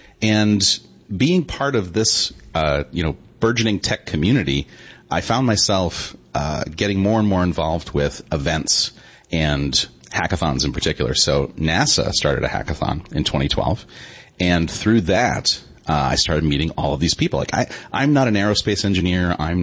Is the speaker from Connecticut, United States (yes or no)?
yes; Connecticut, United States; moved away as an adult; also born or lived in Worcester, Massachusetts; now in New York, United States; So I am from Connecticut originally.